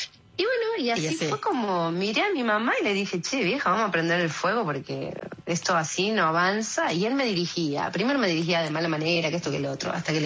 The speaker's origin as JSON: {"language": "Spanish", "town": "Banfield", "region": "Buenos Aires Province", "country": "Argentina", "tie": "born or raised there", "said": "Yo, zona sur, yo me crié en Banfield."}